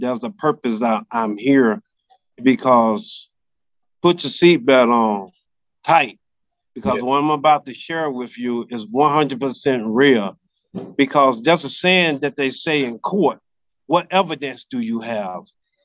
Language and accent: English; Johnstown, Mississippi, United States